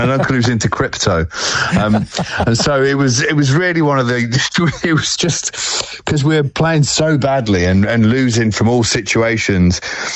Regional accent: England, United Kingdom; As English, we're brilliant at doing that. We put people on pedestals, then absolutely hack them down.

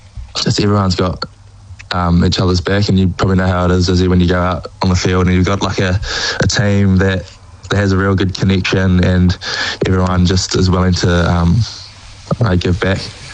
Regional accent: Otago, New Zealand; also born or lived in Mosgiel; So I grew up in South Otago, moved up to Mosgiel when I was at high school and went to John McGlashan College.

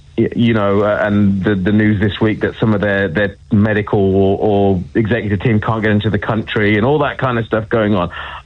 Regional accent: England, United Kingdom; I'm English

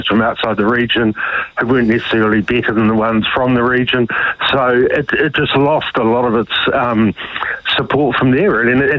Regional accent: Wellington, New Zealand; Well, I'm from Wellington, so I'm probably not the best person to ask.

